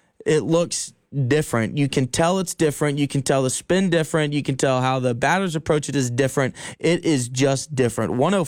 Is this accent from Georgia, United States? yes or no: yes; Atlanta, Georgia, United States; I'm from Atlanta, so I have a little bit of ties to the Braves.